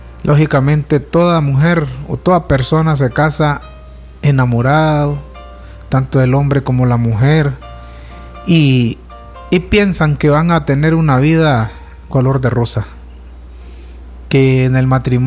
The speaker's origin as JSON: {"language": "Spanish", "town": "Sébaco", "region": "Matagalpa", "country": "Nicaragua", "said": "Venimos de la ciudad de Sébaco a compartirles lo que estamos viviendo"}